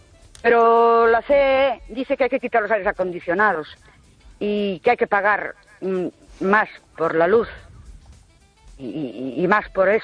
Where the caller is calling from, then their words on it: Ourense, Galicia, Spain; Buenas noches … de Ourense.